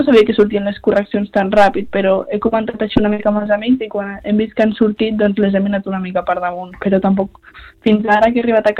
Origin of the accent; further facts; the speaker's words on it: Sarral, Catalonia, Spain; No, jo soc de Sarral.